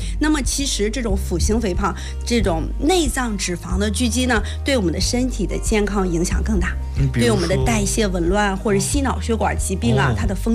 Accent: China; 对，我们中国人可能跟我们的饮食特点或者我们的生活方式有很大的关系

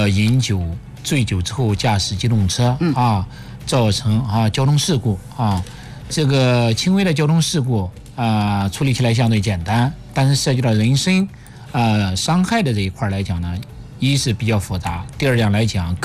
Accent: China; 特别是我们中国人比较注重这些假期，特别是传统的节日，

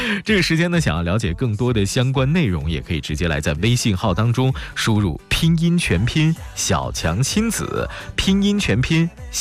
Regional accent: Shandong, China; 我们山东人

